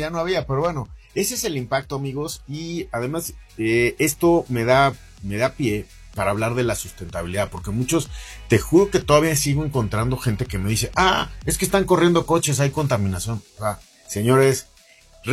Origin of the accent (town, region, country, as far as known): Mexico